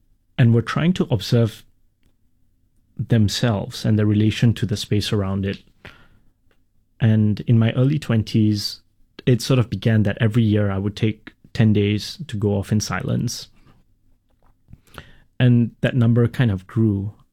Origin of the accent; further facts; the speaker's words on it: Singapore; I'm not sure if it's my personality or because I grew up in Singapore, but my tendency is to be very solutions-oriented.